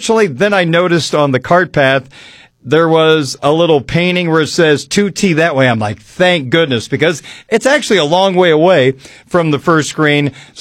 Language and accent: English; Indiana, United States; now in Illinois, United States; Of course, here in Illinois, we play in the fall. I came from Indiana where they played in the spring, which I wouldn't want to do.